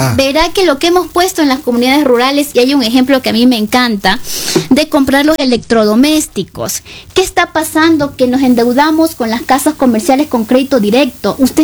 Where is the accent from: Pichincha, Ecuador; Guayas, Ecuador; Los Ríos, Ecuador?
Guayas, Ecuador; Guayaquil; Yo fui criada por mi madre en Guayaquil, en una zona popular, en el suburbio de Guayaquil.